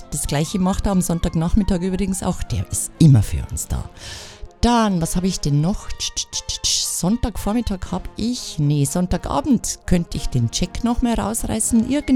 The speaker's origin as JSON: {"language": "German", "region": "Bavaria", "country": "Germany", "said": "Ich komme ja aus Bayern."}